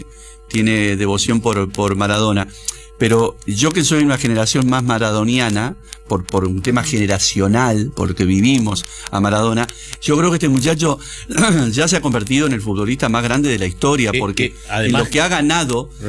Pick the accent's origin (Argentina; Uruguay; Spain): Uruguay; te lo digo como uruguayo.